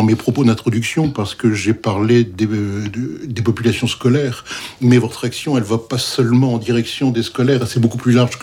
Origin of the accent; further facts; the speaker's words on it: Lille, Hauts-de-France, France; moved away as an adult; je suis resté 20 ans à Lille, donc c'est là que je suis né.